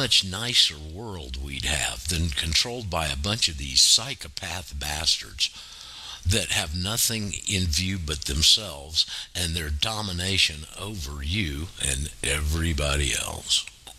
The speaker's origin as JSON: {"language": "English", "town": "Panama City Beach", "region": "Florida", "country": "United States", "tie": "born or raised there", "said": "our hometown, my hometown, and family home"}